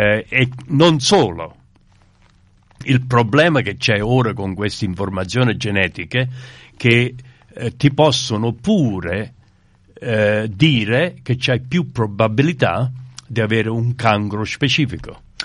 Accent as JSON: {"language": "Italian", "town": "Torrecuso", "region": "Campania", "country": "Italy", "tie": "born there", "moved": "yes", "said": "sono nato a Torregusa, 94% campano"}